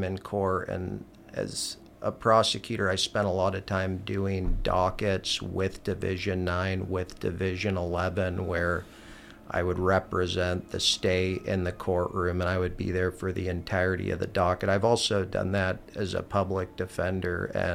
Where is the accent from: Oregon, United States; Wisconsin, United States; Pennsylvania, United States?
Oregon, United States; Springfield; moved away as an adult; now in mid-Missouri, United States; I haven't spent my whole life here. I was born in Springfield, Oregon